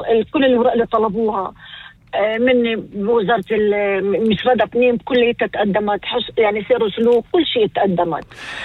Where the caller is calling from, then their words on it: Northern District, Israel; أنا مواطن من الشمال